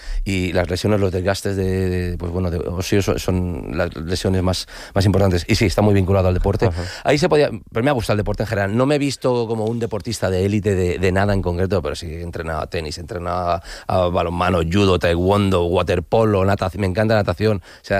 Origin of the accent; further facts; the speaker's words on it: Valencia, Valencian Community, Spain; born there; Yo vengo de Escolapios, de las escuelas pías en Valencia.